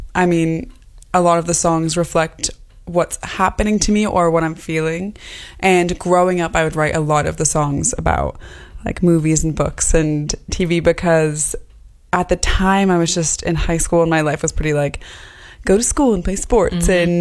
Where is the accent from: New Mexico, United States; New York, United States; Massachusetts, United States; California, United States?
Massachusetts, United States; Boston; moved away; I'm from Boston and I left my hometown. I know everyone there.